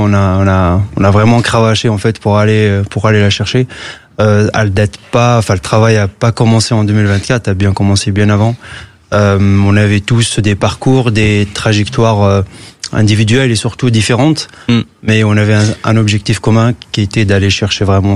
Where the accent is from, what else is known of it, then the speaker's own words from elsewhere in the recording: Kabylie, Algeria; moved away as an adult; now in France; en 2001, justement, j'avais 18 ans et avec mes camarades, avec toute la jeunesse kabyle en Algérie